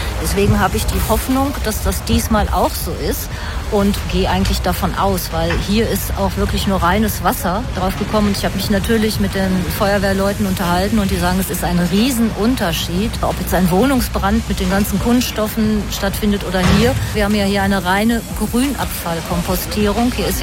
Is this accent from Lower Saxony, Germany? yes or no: no; Hagen, North Rhine-Westphalia, Germany; Vor allen Dingen, weil ich das von meinem Heimatort zwischen Haspe und zur Straße tatsächlich gesehen habe.